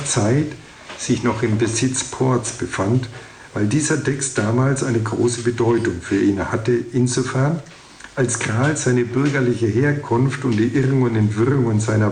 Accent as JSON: {"language": "German", "town": "Alfeld", "region": "Lower Saxony", "country": "Germany", "tie": "born or raised there", "said": "als sich in meiner Heimatstadt Ahlfeld im Jahre 1961 die Junge Union gründete."}